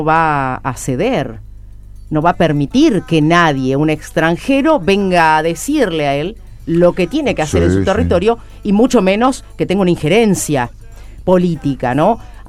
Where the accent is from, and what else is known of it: Argentina